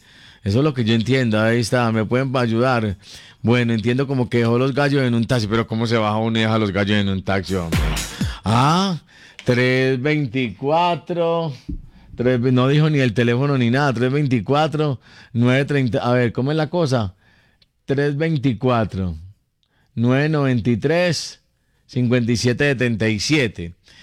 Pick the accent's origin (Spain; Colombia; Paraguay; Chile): Colombia; Así somos los colombianos.